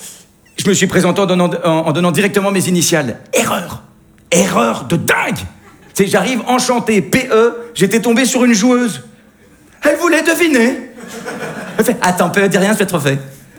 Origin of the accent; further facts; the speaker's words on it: Belgium; je viens de Belgique.